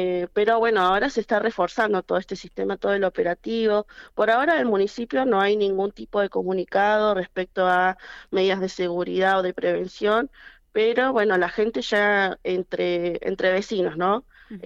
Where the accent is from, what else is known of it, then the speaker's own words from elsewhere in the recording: Caleta Olivia, Santa Cruz, Argentina; No, la verdad, y más para uno que es de acá y vive acá y te preguntan, o vas a tal lado, ¿de dónde sos de Caleta?